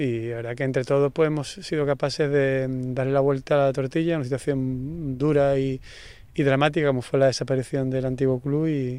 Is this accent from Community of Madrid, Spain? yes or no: no; San Fernando, Andalusia, Spain; estoy en mi pueblo, en mi ciudad